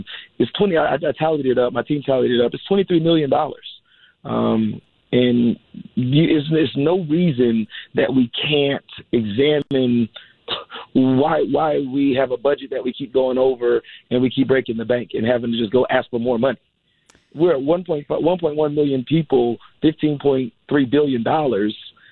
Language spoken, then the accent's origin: English; Raleigh, North Carolina, United States; also born or lived in Illinois / Indiana; So I was born in Raleigh. Then my father was part of IBM. He was actually in the Navy. So I kind of moved around a little bit with him. And I did a little bit of time in Illinois, Indiana, and then came down to North Carolina